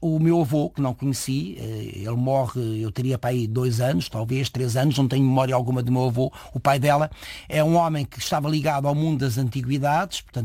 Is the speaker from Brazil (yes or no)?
no; Lisbon, Portugal; born there; Atenção que eu nasci em Lisboa, minha mãe conhece o meu pai em Lisboa, volta para Coimbra, que é um meio pequeno.